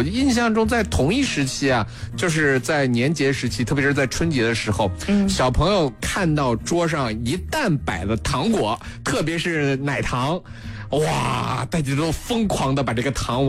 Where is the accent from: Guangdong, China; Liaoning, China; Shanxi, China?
Shanxi, China; 在山西啊。